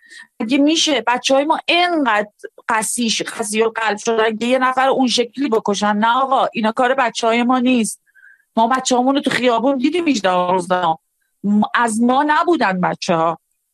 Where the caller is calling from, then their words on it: Iran; ما یه ایرانیم، ما یه ایرانیم